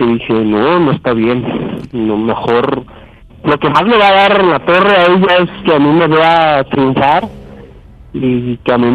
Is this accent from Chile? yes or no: no; Tierra Caliente, Mexico; yo soy de Tierra Caliente